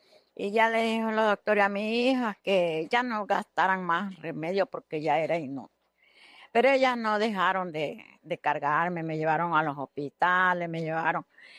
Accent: Salitre, Guayas, Ecuador; Yo mandé a pedir a mi hijo allá, como somos de Salitre, que me mandara un poquito del agua viva.

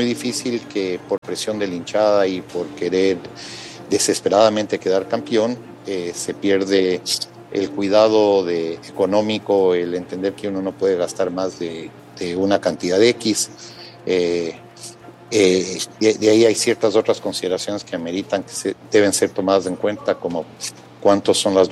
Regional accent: Ecuador; como independiente y como ecuatoriano, como amante del fútbol

